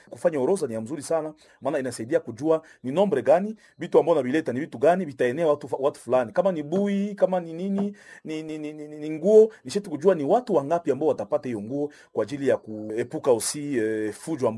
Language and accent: Swahili; DR Congo; sisi ni wakongomani